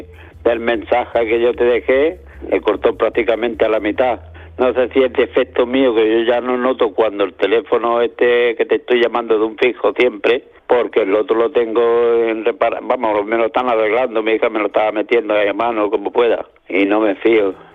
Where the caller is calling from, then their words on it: Almuñécar, Andalusia, Spain; de Almuñécar